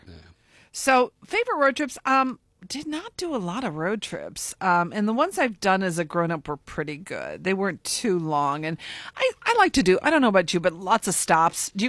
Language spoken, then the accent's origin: English; Cuyahoga Falls, Ohio, United States; growing up in Cuyahoga Falls